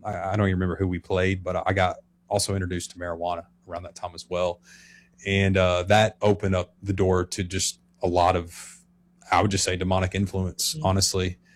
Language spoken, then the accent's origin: English; Arkansas, United States; I grew up here in Central Arkansas. Kind of my backstory. I was raised in church